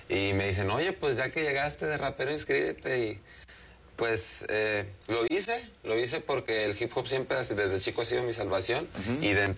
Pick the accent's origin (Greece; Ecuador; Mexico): Mexico; Tepic, Nayarit; Soy de Tepic, Nayarit, orgullosamente.